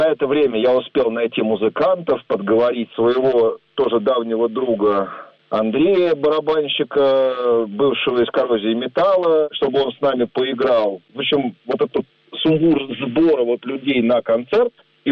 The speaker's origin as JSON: {"language": "Russian", "region": "Moscow", "country": "Russia"}